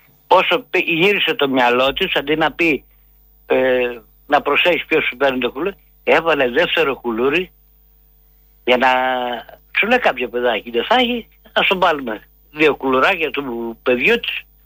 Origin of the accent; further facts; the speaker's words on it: Neochori, Thessaly, Greece; Εκεί, στο Νεοχώρι είναι το χωριό μου. Λοιπόν, και πηγαίναμε όλη τη μέρα στα γελάδια, γυρνάγαμε, πέραμε το τουρβά μαζί με το ψωμοτήρι.